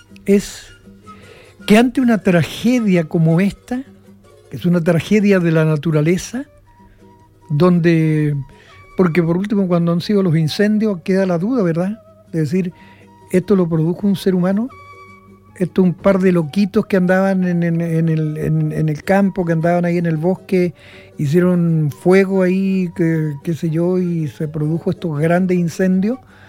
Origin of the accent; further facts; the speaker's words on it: Atacama, Chile; moved away; also born or lived in Illapel, Coquimbo / Salamanca, Coquimbo; Yo vengo de la tercera región, vengo de la región de Atacama y dentro de la cuarta región también tengo mucha familia, que era la familia por parte de mi madre. Yo vivía en Yapel, vivía en Salamanca, vivía en Limagüida